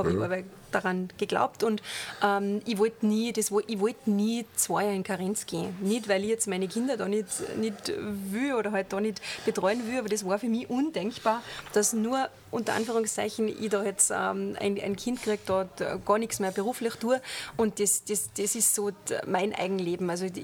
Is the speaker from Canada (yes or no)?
no; Austria